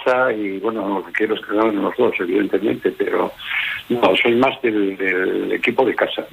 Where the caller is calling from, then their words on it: Asturias, Spain; Desde Asturias.